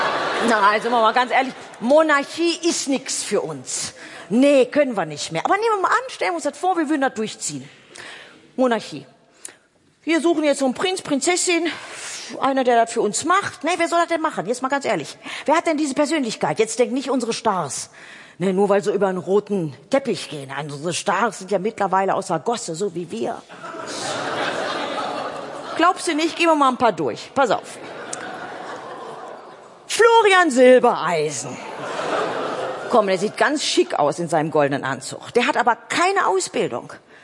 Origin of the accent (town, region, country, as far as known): Oberhausen, North Rhine-Westphalia, Germany